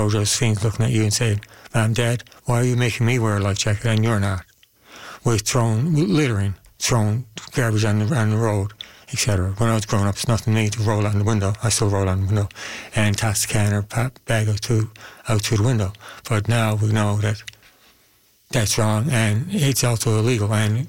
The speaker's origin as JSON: {"language": "English", "town": "St. John's", "region": "Newfoundland and Labrador", "country": "Canada", "tie": "born or raised there", "also_born_or_lived": "Amherst Cove, Bonavista Bay", "said": "I grew up here in St. John's. Yeah. Well, I went to school in St. John's. I grew up out in Amherstville, Bonavista Bay, the heart of the bay."}